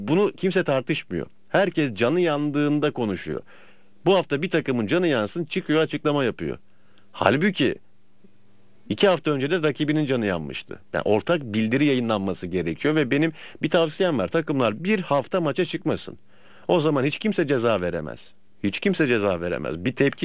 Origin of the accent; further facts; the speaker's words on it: Istanbul, Turkey; born there; gençliğim benim Kadıköy'de geçti belki de ya.